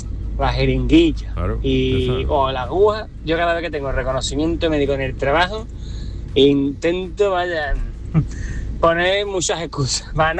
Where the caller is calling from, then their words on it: Málaga, Andalusia, Spain; de Málaga.